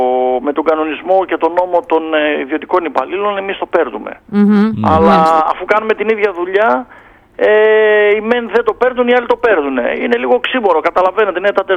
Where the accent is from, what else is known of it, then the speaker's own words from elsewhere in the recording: Thessaloniki, Central Macedonia, Greece; Εδώ στη Θεσσαλονίκη, γιατί τυχάνει να είμαι Θεσσαλονικιός και να υπηρετώ στον τρίτο πυροσβεστικό σταθμό Θεσσαλονίκης